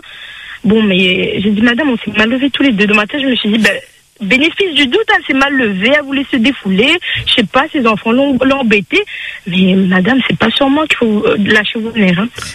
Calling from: Comoros; moi, je suis comorienne.

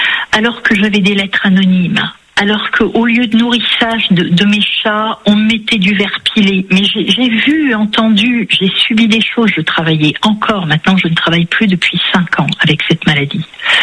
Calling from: Compiègne, Hauts-de-France, France; J'habite Compiègne.

